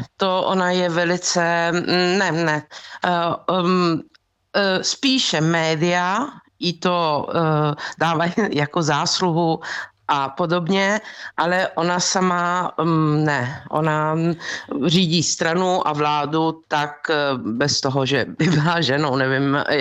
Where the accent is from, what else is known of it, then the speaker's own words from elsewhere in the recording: Bari, Apulia, Italy; Czech is a second language; slavila to v Bari, což je moje město.